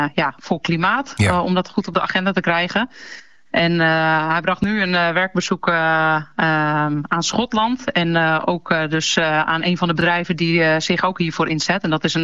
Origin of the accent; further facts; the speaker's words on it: Netherlands; ook omdat we uit Nederland vandaan komen